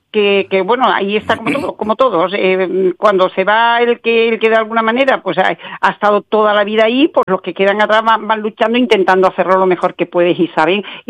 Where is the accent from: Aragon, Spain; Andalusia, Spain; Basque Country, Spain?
Andalusia, Spain; now in Catalonia, Spain; yo me siento tan catalana como andaluza, pero evidentemente yo soy de Andalucía, no lo voy a renegar nunca